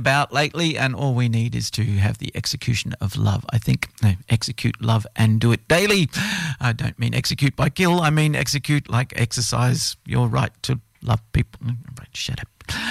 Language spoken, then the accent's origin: English; Tasmania, Australia; moved away; get on down to Tassie where I belong.